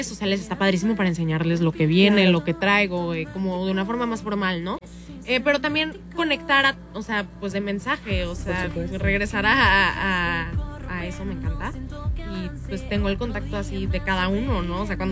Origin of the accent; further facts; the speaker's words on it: Querétaro, Mexico; Me encantaría tal vez llevarlo a Querétaro, de donde soy